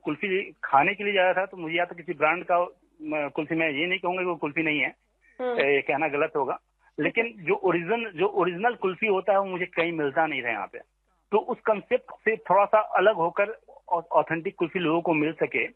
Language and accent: Hindi; Motihari, Bihar, India; मैं भोजपुरी बोलता हूँ, बेसिकली मैं मोतिहारी से बिलोंग करता हूँ।